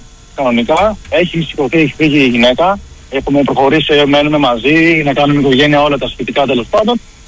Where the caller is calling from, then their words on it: Volos, Thessaly, Greece; είμαι από Βόλο.